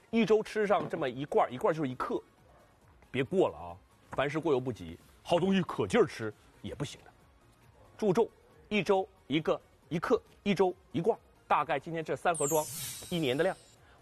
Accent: Heilongjiang, China; now in Shanghai, China; 我是黑龙江人，我知道那个兴安岭了

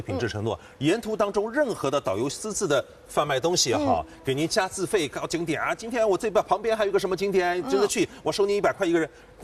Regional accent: Shanghai, China; 我们上海人

